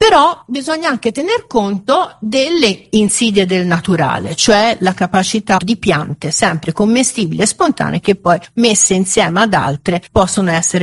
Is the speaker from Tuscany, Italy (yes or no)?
yes; Pisa, Tuscany, Italy; io sono di Pisa